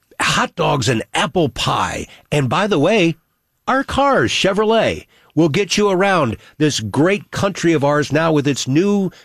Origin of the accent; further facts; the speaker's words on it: Florissant, Missouri, United States; also born or lived in Lake St. Louis; And I think about me growing up in Florissant in the 60s, and then our family moving out to this new place called Lake St. Louis in the 70s.